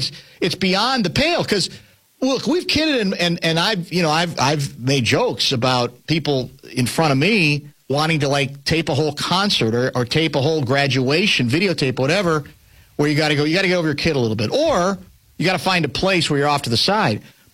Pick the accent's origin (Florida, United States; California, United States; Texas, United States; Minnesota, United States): Texas, United States; I'm from Texas.